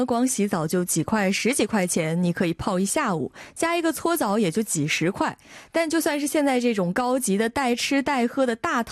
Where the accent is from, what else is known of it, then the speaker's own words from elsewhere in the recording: southern China, China; 我说我是南方人